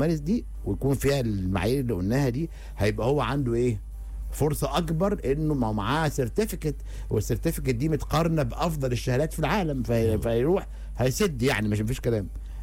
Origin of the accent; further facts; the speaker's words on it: Egypt; مش انا مصري، انا افتكر ان انا مصري طبعا،